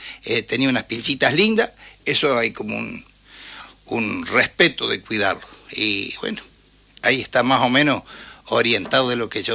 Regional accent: Maciel, Santa Fe, Argentina; Yo nazco en Maciel, zona campo.

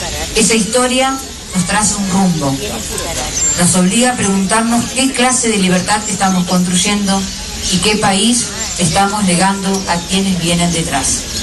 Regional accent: Entre Ríos, Argentina; Como entrerrianos y como argentinos

